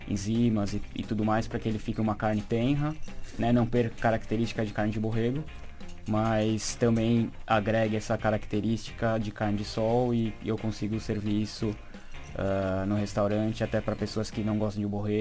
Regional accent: São Paulo, Brazil; moved away as an adult; now in Lisbon, Portugal; Eu, como paulistano, né, tive acesso a muitos restaurantes e cozinhas, e grandes cozinhas em São Paulo.

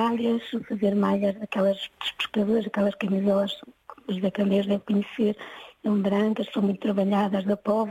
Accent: Vila do Conde, Norte, Portugal; moved away as an adult; also born or lived in Sintra / Porto; now in Viseu, Portugal; sou natural de Vila do Conde.

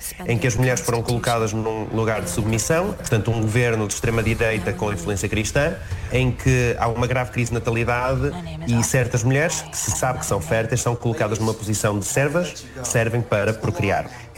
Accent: Porto, Norte, Portugal; enquanto portuense que gosta de livros, isto é fantástico

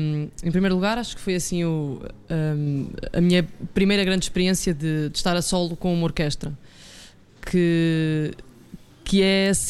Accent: Carregal do Sal, Centro, Portugal; eu sou de Carregal do Sal, que é um concelho vizinho

